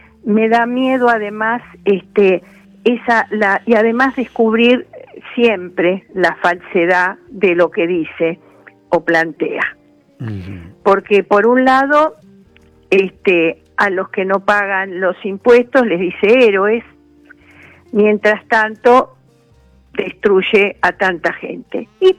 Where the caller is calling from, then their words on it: Buenos Aires, Argentina; de Coghlan